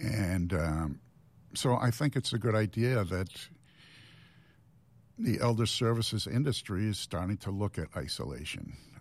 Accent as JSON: {"language": "English", "town": "Baltimore", "region": "Maryland", "country": "United States", "tie": "born there", "moved": "yes", "lives_now": "Boston, United States", "said": "when I was growing up, I grew up on the Mason-Dixon line, so grandma was the way we said it"}